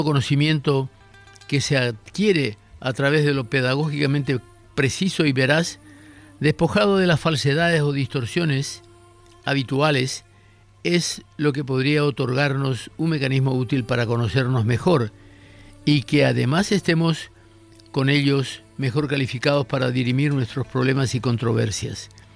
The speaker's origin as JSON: {"language": "Spanish", "country": "Paraguay", "said": "quiénes somos los paraguayos"}